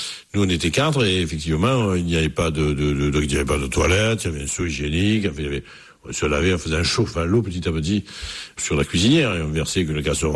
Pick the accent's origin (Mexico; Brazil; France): France; Marseille, Provence-Alpes-Côte d'Azur; Et je n'étais même pas marseillais, j'étais de l'Estac, en fait, j'étais de ce quartier-là.